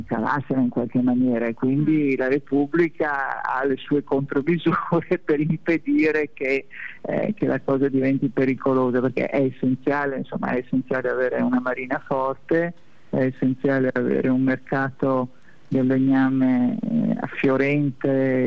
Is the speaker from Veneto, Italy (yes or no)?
yes; Belluno, Veneto, Italy; now in Asiago, Italy; come veneta, come persona che in realtà sono bellunese, quindi per me sono stata trapiantata ad Asiago